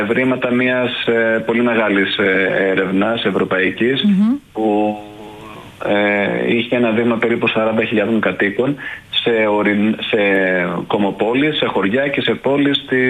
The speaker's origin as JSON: {"language": "Greek", "town": "Sparta", "region": "Peloponnese", "country": "Greece", "said": "δηλαδή εγώ μπορεί να ενδιαφέρομαι κατάγομαι από τη Σπάρτη."}